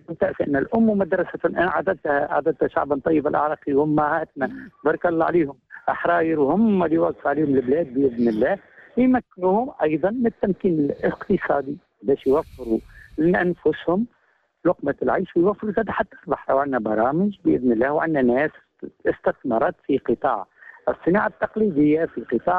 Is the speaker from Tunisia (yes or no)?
yes; Tunisia; أنا كل تونسي الحمد لله محظوظ أننا ولدنا ووجدنا أنفسنا تونسيين وتونسيات